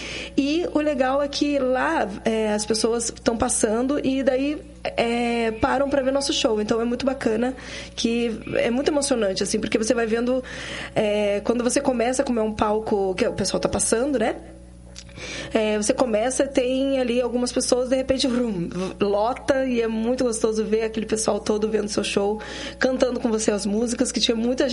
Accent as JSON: {"language": "Portuguese", "town": "Curitiba", "region": "Paraná", "country": "Brazil", "also_born_or_lived": "Rio de Janeiro", "moved": "as an adult", "said": "Eu tô muito feliz de estar de volta aqui na minha terra. Para quem ainda não entendeu, eu estou morando de volta em Curitiba"}